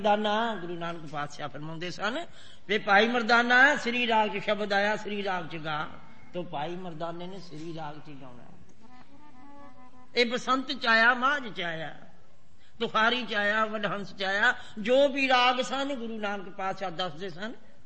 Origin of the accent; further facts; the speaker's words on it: Nankana Sahib, Punjab, Pakistan; ਅਸੀਂ ਨਨਕਾਣਾ ਸਾਹਿਬ ਦੇ ਰਹਿਣ ਵਾਲੇ ਹਾਂ ਜਿੱਥੇ ਗੁਰੂ ਨਾਨਕ ਪਾਤਸ਼ਾਹ ਦਾ ਜਨਮ ਸਥਾਨ ਇੱਕ ਗੁਰਦੁਆਰਾ ਨਹੀਂ ਬਹੁਤ ਗੁਰਦੁਆਰੇ ਨੇ ਗੁਰੂ ਨਾਨਕ ਪਾਤਸ਼ਾਹ ਦੇ ਉੱਥੇ ਹਾਜ਼ਰੀਆਂ ਪੜ੍ਹਦੇ ਜਿੱਥੇ ਜਾਂਦੇ ਆ ਤੇ ਭਾਈ ਮਰਦਾਨੇ ਦੀ ਔਲਾਦ ਚੋਂ